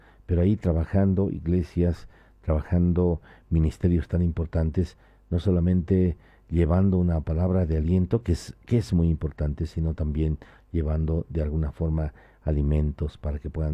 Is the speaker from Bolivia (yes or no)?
yes; Bolivia; estamos nosotros también como bolivianos pasando un momento complicado.